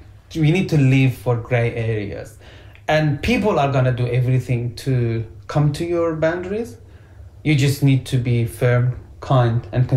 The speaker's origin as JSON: {"language": "English", "country": "Afghanistan", "said": "we're from Afghanistan"}